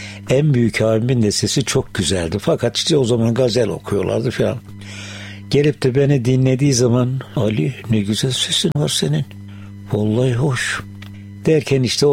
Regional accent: Adana, Turkey; moved away; also born or lived in Istanbul / Ankara; 1939 Adana doğumluyum.

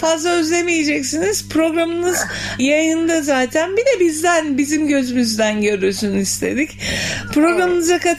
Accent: Ardahan, Ardahan Province, Turkey; Ardahanlıyım ben, Ardahan.

